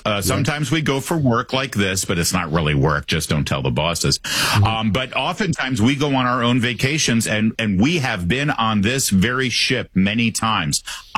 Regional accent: Michigan, United States; And I'm from Michigan originally, so he's already starting to give me garbage about that.

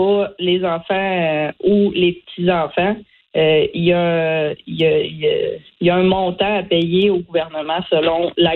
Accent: Quebec, Canada; Dans le fond, j'ai grandi au Québec, mais je suis allée faire des deux étés pour apprendre l'anglais en Atlantique.

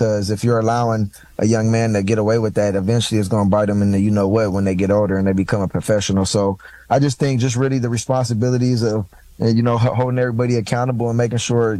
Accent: Los Angeles, California, United States; USC was right there in my backyard. I grew up in the Crenshaw district, and, that was literally in my backyard, and I feel like I had to get away from home and grow up on my own.

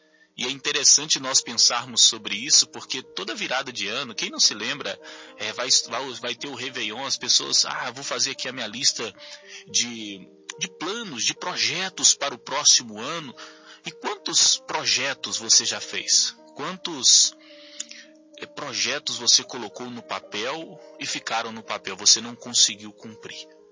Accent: Minas Gerais, Brazil; now in São Paulo, Brazil; Quem é do interior conhece bem, eu sou de Minas Gerais.

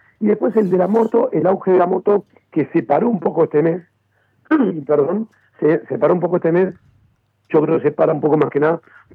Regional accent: Argentina; Nosotros somos una Argentina que es cambiante.

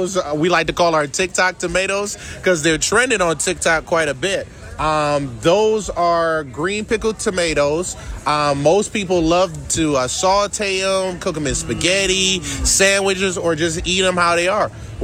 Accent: Bedford, Ohio, United States; Yeah, we're out of Bedford, Ohio, near Cleveland, Ohio.

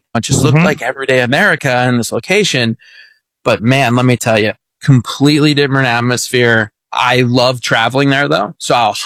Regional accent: Pennsylvania, United States; now in Dallas, United States; I'm originally from Pennsylvania.

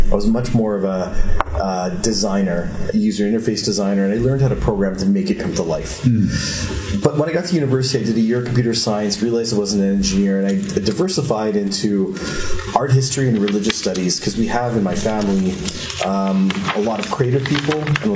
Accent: Richmond, British Columbia, Canada; moved away as an adult; now in Montreal, Canada; I'm a native of BC. Grew up in Richmond, BC, a suburb of Vancouver. My parents were, you know, refugees that came in from Uganda. And yeah, grew up in BC, moved to Montreal around age 24.

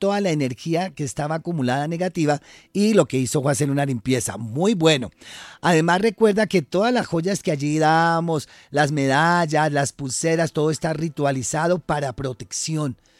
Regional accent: Facatativá, Cundinamarca, Colombia; Entonces, yo soy de Faca.

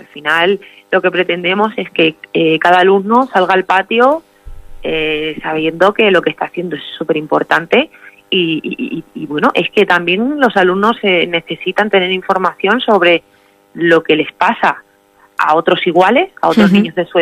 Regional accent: Cáceres, Extremadura, Spain; Sergio es un niño de Cáceres, yo también soy de Cáceres.

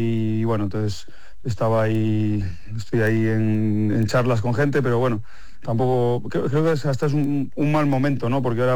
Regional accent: Valladolid, Castile and León, Spain; moved away; todos los que somos pucelanos

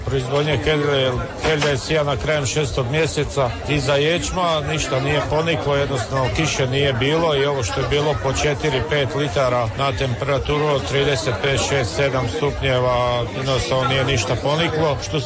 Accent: Koritna, Osijek-Baranja County, Croatia

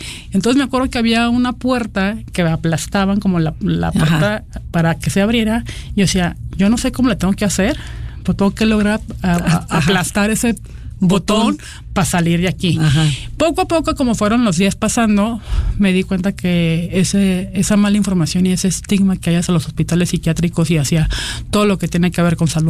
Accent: Mexicali, Baja California, Mexico; moved away as an adult; Yo soy de Mexicali

